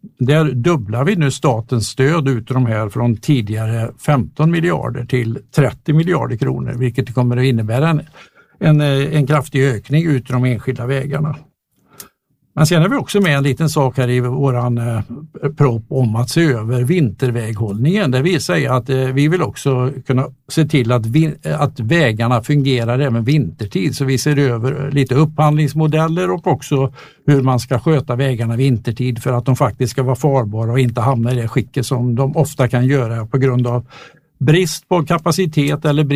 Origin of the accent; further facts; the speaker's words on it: Mariestad, Västra Götaland County, Sweden; från Mariestad. Jag är i grund och botten lantbrukare där i tredje generationen tillsammans med min bror utanför Mariestad.